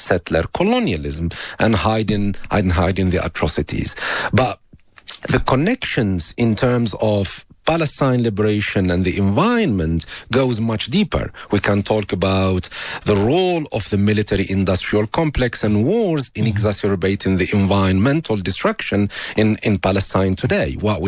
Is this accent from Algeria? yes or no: yes; Algeria; English is a second language; including my home country, Algeria, where a tree called eucalyptus, I've grown up in Algeria thinking that it was a native tree